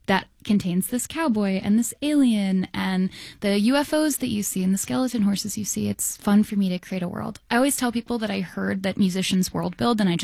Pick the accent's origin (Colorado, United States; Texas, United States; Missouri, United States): Texas, United States; I get to meet people that I wish I knew growing up, and I get to meet people who really define what being Texan is to me, which is diversity, inclusion.